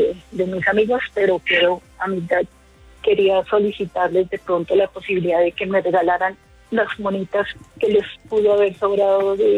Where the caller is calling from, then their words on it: Chiquinquirá, Boyacá, Colombia; Yo llamo desde Bogotá, soy de Chiquinquirá, pero estoy pasando vacaciones aquí en Bogotá.